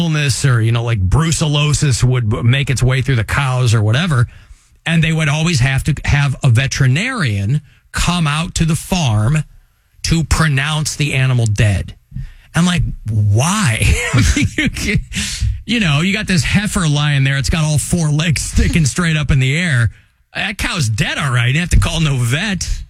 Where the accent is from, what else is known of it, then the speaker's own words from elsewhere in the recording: Illinois, United States; moved away; also born or lived in Pennsylvania; When I was growing up in Illinois